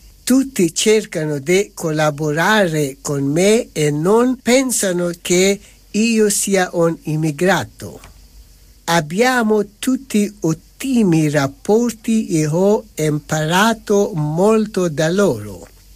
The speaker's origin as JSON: {"language": "Italian", "country": "Afghanistan", "second_language": "Italian", "moved": "as an adult", "lives_now": "Italy", "said": "Nel mio paese d'origine, l'Afghanistan, ero un attore cinematografico."}